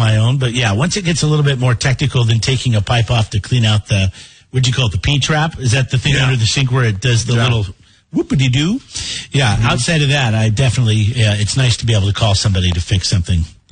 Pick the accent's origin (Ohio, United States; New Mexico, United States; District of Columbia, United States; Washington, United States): Washington, United States; I grew up in Washington State, it'd be raining and cold